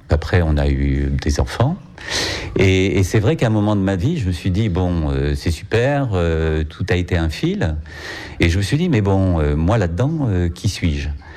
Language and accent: French; Paris, Île-de-France, France; born there; Donc mon histoire, je suis né à Paris.